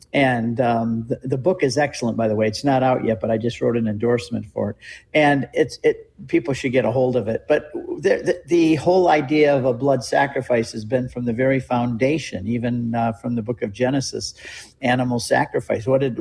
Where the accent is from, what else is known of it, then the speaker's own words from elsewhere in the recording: United States; I love being American